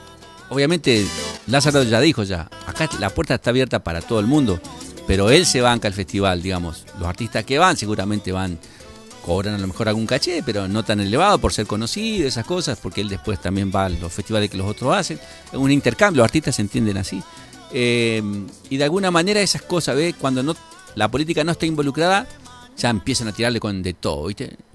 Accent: Argentina

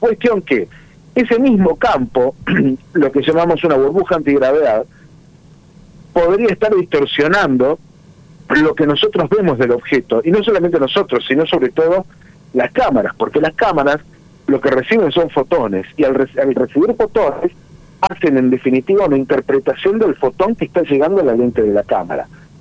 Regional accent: La Pampa, Argentina; also born or lived in Buenos Aires; now in San Fernando, Argentina; por lo general no soy de Victoria, soy de Buenos Aires, en realidad soy de La Pampa, pero estoy viendo en San Fernando.

